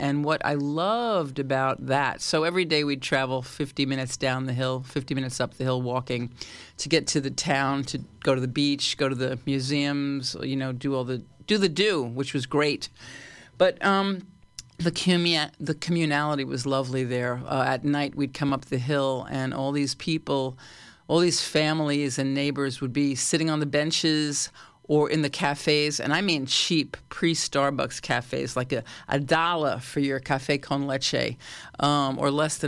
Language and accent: English; New York City, New York, United States; And I come from New York City, and man, that's so organized and feels so safe relative to Nepal and other places I've been.